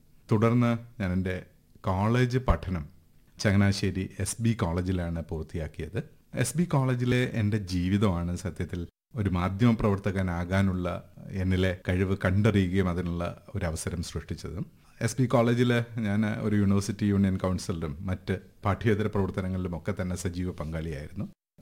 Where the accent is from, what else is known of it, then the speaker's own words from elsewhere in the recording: Kuttichal, Kerala, India; born there; ഞാൻ ജനിച്ചത് തിരുവനന്തപുരം ജില്ലയിലെ കുട്ടിച്ചൽ എന്ന് പറയുന്ന ഒരു ചെറിയ ഗ്രാമത്തിലാണ്.